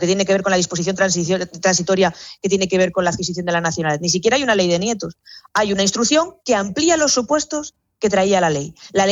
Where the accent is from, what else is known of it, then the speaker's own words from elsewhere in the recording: León, Castile and León, Spain; Yo soy de León y siempre he votado presencialmente